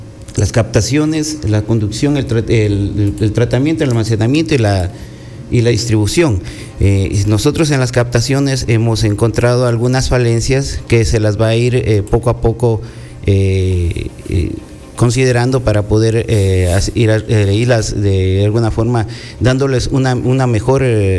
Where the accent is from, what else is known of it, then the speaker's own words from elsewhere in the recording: Zamora, Zamora-Chinchipe, Ecuador; somos zamoranos, nos conocemos todos aquí.